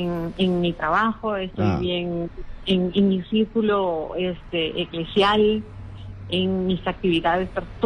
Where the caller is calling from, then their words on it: Lima, Peru; llamo de Jesús María.